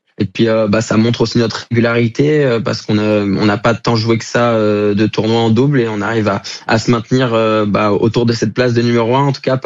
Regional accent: Montpellier, Occitanie, France; C'est un petit peu culturel de chez nous à Montpellier.

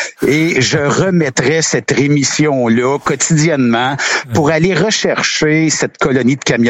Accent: Quebec, Canada; accent: Québécois; J'espère que mon accent est pas trop québécois

